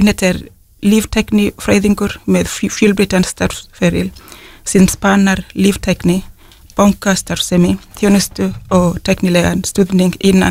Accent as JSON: {"language": "Icelandic", "country": "Kenya", "moved": "yes", "lives_now": "Iceland"}